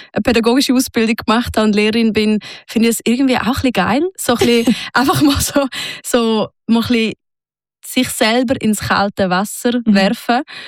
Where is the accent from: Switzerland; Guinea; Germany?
Switzerland; Sargans, St. Gallen; hat mich mal gefragt, in meiner Heimatstadt Sargans